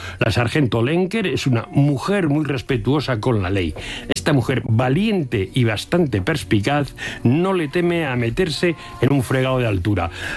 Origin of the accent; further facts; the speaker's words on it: Spain; Estoy conmovido por Can Mosqués, y eso que soy de Cuatro Caminos.